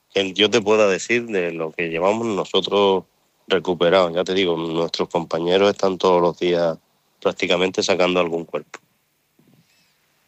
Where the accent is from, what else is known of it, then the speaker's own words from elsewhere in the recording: Lanzarote, Canary Islands, Spain; now in Ceuta, Spain; Sí, nacido en Gran Canaria y, vamos, me crié en Lanzarote.